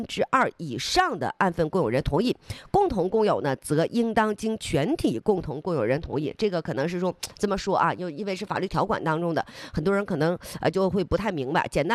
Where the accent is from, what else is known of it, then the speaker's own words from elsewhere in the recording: Northeast China, China; accent: Northeastern; 像用咱们东北话讲